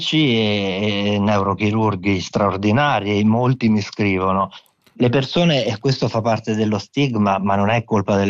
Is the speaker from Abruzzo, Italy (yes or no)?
yes; Abruzzo, Italy; first language Abruzzese dialect; Italian is a second language; io vengo da una famiglia di contadini abruzzesi, fino a 20 anni non parlavo italiano, ma solo dialetto abruzzese, quindi per me l'italiano è davvero un'altra lingua.